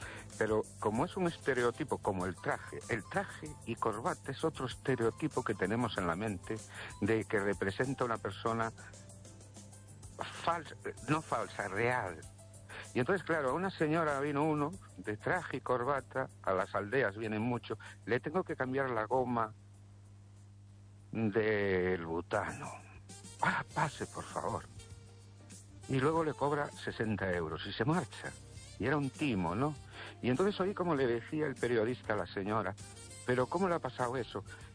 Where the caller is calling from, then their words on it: Ourense, Galicia, Spain; Buenas noches, Esther y oyentes. … de Orense.